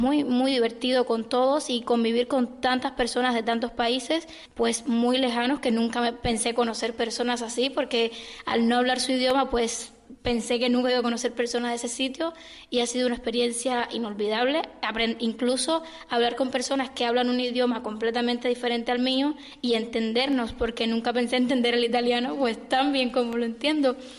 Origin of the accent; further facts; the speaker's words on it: Navalcarnero, Community of Madrid, Spain; pero yo soy de Navalcarnero